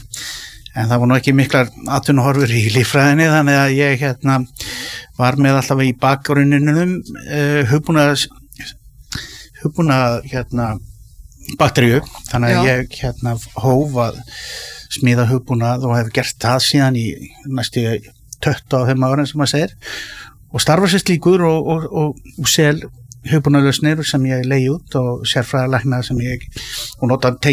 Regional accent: Kópavogur, Capital Region, Iceland; Sko, ég er nú, sko, ég er Kópavogsbúi og hérna var í MK á sínu tíma

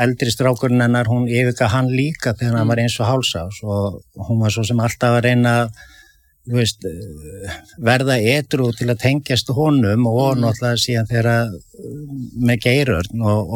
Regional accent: Reykjavík, Capital Region, Iceland; Sko, ég elst upp í Álftamýrinni. Mm. Og síðan flytjum við nýr í miðbæ þegar ég er 11 ára

